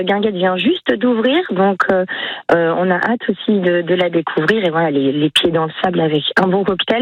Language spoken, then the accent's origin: French; France; also born or lived in London; moi, je suis française et j'ai appris l'anglais, bon, un peu comme tout le monde à l'école